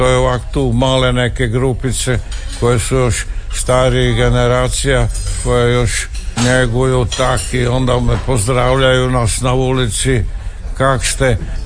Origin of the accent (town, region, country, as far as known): Zagreb, City of Zagreb, Croatia; born or raised there; accent: Kajkavian